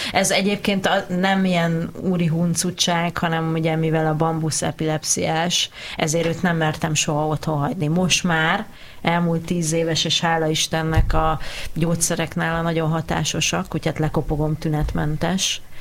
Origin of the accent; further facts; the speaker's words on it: Budapest, Hungary; born there; also born or lived in Jászfényszaru, Jász-Nagykun-Szolnok; Hát ugye én Tanyán nőttem fel, félig meddig, tehát jó régóta. 12. kerületben még előtte éltünk, de egyébként Budapesten születtem, a második kerületben, vagy bocsánat, a 12. kerületben